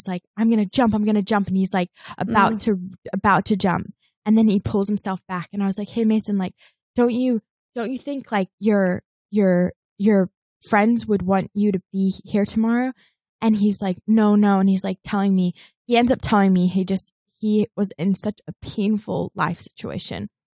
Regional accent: New Zealand; now in Los Angeles, United States; Yeah, so I had just several years ago, I just moved to LA. I grew up in New Zealand, moved to LA.

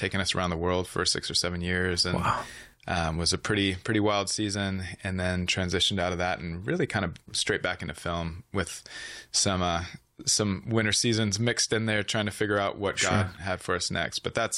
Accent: San Diego, California, United States; And I grew up in San Diego, about half an hour north of the Mexican border.

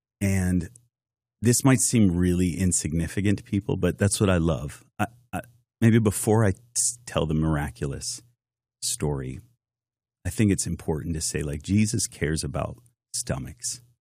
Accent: Massachusetts, United States; And I'm from Massachusetts, so like, I wouldn't have believed it if I didn't see it myself.

